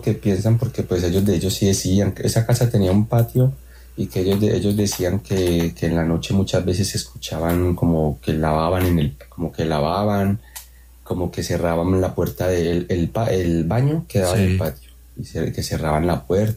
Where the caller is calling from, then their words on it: Spain; Desde España.